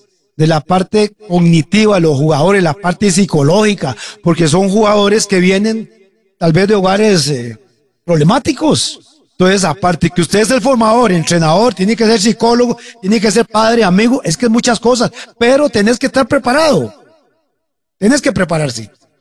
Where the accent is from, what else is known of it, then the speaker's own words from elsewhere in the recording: Curridabat, San José, Costa Rica; yo soy de Curry. Soy indio ahí.